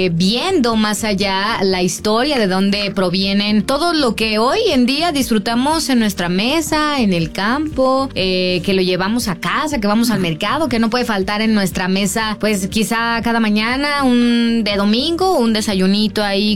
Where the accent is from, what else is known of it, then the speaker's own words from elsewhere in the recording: Mexico; Como estoy acostumbrada allá en mi tierra. Cada región de México tiene su propia forma de hacer algo tan simple como las tortillas, ¿no?